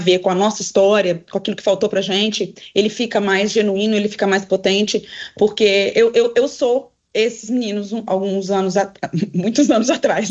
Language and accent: Portuguese; Minas Gerais, Brazil; E como eu sou uma menina do interior do Brasil, como eu sou de um lugar, eu sou do leste de Minas, né, de uma cidade de 80 mil habitantes